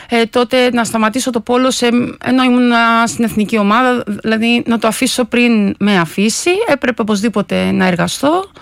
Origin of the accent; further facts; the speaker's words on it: Chania, Crete, Greece; moved away; Έφυγα πολύ γρήγορα από τα Χανιά μεταγραφή, ήρθα στη Βουλιαγμένη, στην εθνική ομάδα.